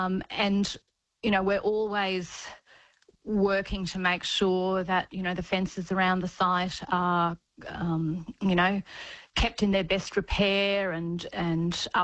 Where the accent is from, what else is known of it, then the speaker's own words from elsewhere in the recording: Fallon, Queensland, Australia; a project to put a big thing in my hometown of Fallon in southern Queensland.